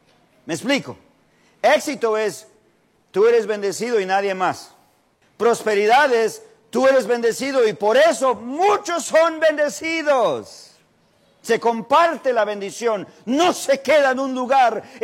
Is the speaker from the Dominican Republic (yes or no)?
no; Mexico; ¿Qué creen que le dije al profe? Porque soy mexicano.